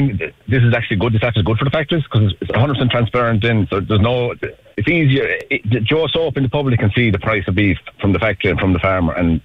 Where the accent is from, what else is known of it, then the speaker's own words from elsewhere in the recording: Munster, Ireland; I'm a farmer from Tipperary.